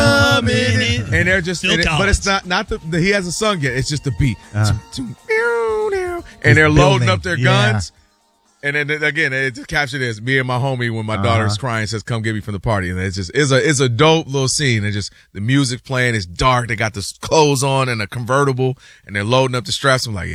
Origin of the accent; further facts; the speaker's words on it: Ann Arbor, Michigan, United States; So growing up, and I grew up in Ann Arbor, Michigan